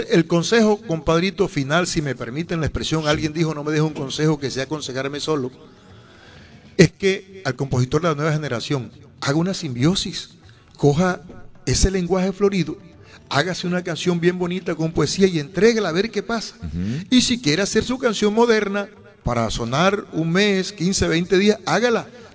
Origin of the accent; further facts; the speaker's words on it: Chiriguaná, Cesar, Colombia; en mi tierra, Chiriguaná Cesar